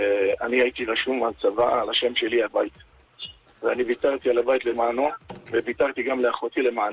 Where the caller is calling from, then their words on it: Herzliya, Tel Aviv District, Israel; אני מהרצליה